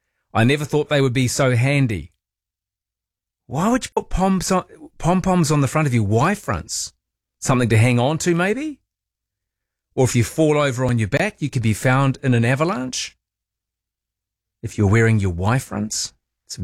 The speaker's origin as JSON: {"language": "English", "town": "Christchurch", "region": "Canterbury", "country": "New Zealand", "tie": "born or raised there", "moved": "yes", "said": "My hometown."}